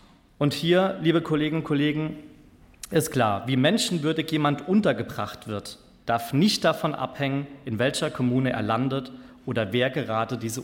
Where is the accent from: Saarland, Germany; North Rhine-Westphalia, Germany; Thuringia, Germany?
Saarland, Germany; Saarbrücken; Ich denke dabei auch an meine Heimatstadt Saarbrücken.